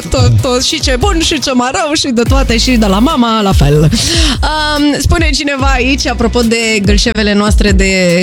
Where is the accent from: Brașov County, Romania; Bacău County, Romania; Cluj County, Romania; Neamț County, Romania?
Brașov County, Romania; Brașov; now in Bucharest, Romania; Crede-mă, eu când am venit de la Brașov, Alexandru, eram mai...